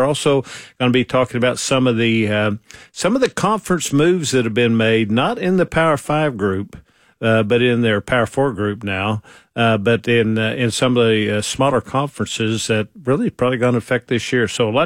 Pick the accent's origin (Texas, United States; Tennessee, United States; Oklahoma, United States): Oklahoma, United States; Picher; moved away; So that's my claim to fame coming out of Pitcher, Oklahoma.